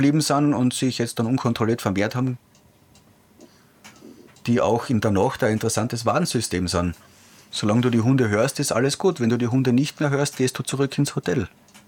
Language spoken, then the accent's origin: German; Austria